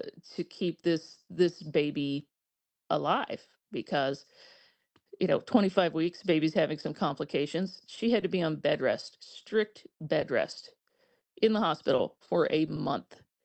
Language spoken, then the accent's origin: English; the South, United States; I grew up in the South